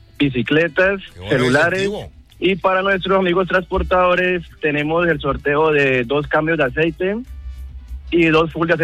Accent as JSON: {"language": "Spanish", "region": "Santander", "country": "Colombia", "said": "como santandereanos que somos."}